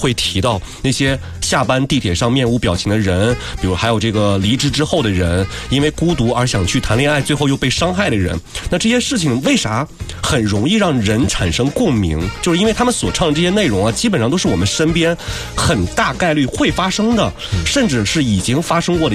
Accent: Central Plains, China; 也是我们中原人嘛。

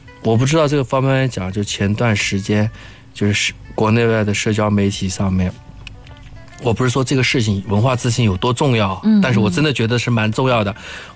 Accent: Nanjing, Jiangsu, China; 他用的不是我们南京的方言，那是因为我也不会其他的方言，我也模仿不了他的方言。

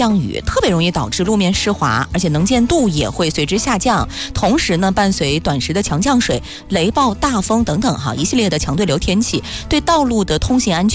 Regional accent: Xinjiang, China; now in Nanjing, China; 我的家乡新疆

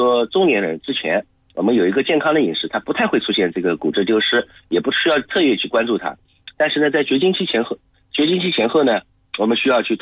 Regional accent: China

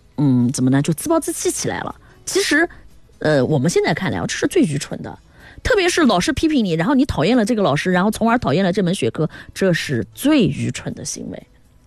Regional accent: Nanjing, Jiangsu, China; 我们南京话讲

